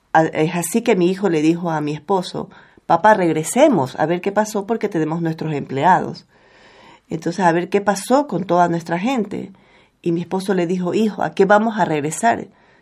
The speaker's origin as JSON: {"language": "Spanish", "region": "Manabí", "country": "Ecuador", "said": "Yo vengo de Ecuador. Ecuador es de la costa, Manabí, una provincia hermosa. Somos muy hospitalarios."}